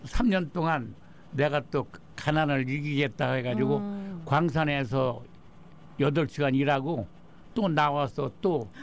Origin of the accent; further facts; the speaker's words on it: Gongju, South Chungcheong, South Korea; moved away as an adult; now in United States; 고향의 공주, 그 공주 충남 공주.